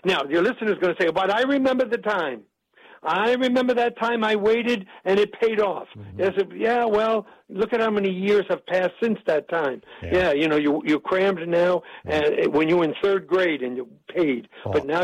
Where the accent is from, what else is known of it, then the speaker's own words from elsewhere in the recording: New York, United States; I talk fast. I'm from New York, so I can do this.